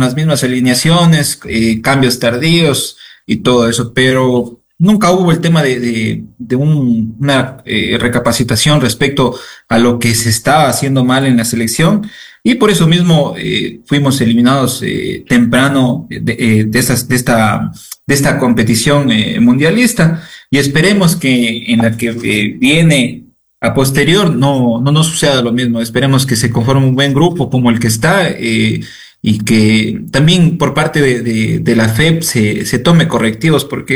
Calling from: Ecuador

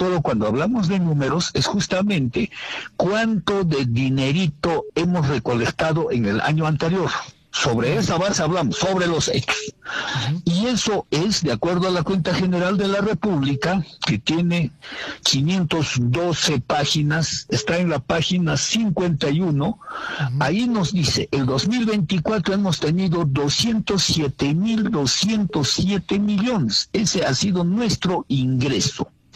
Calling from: Puno, Peru

